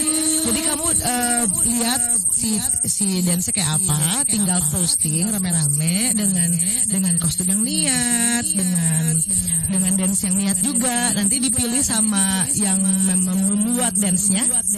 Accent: Ambon, Maluku, Indonesia; born there; Kalaupun nanti ada kesempatan untuk nyanyi lagu timur, mau banget karena KTP aku lahir di Ambon loh.

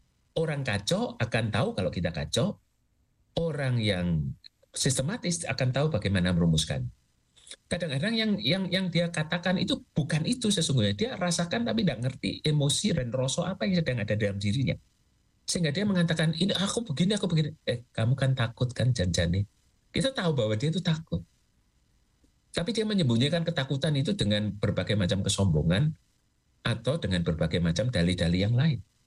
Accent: Java, Indonesia; Apalagi kita, orang Jawa itu punya yang namanya ruang roso.

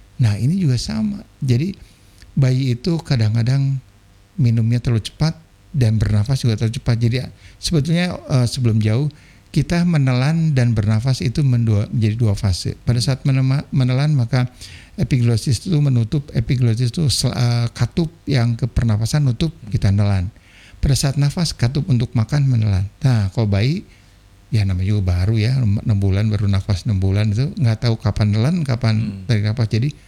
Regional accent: Surabaya, East Java, Indonesia; asli saya orang Jawa asli dari Surabaya, Bapak Surabaya, Ibu Jogja. Jadi tidak ada Sunda-Sundanya tetapi beristri orang Sunda sehingga bolehlah diadu bahasa Sunda, tapi ternyata tidak 100% saya menguasai bahasa Sunda.

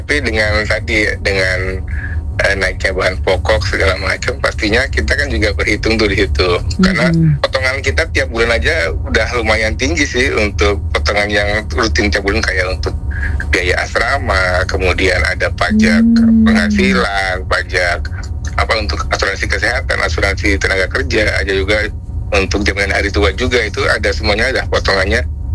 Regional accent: Indonesia; moved away as an adult; now in Japan; kalau kita kan orang Indo ya.

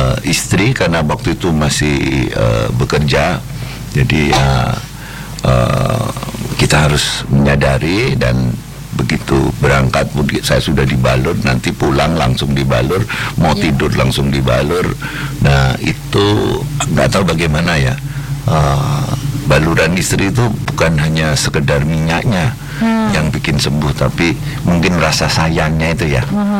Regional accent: Klaten, Central Java, Indonesia; saya ini orang Klaten

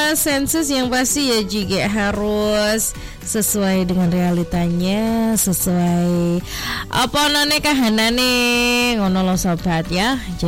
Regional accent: Bojonegoro, East Java, Indonesia; aku cah Jonegoro kok

